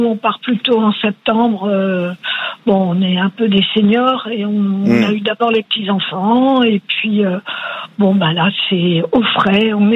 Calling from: Île-de-France, France; De Seine-et-Marne, d'un petit village à côté d'Esbly en Seine-et-Marne.

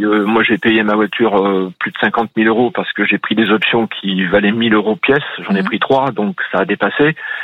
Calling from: Mozac, Auvergne-Rhône-Alpes, France; Je vous appelle de Moza, dans le Puy-de-Dôme, à 12 km au nord de Clermont-Ferrand.

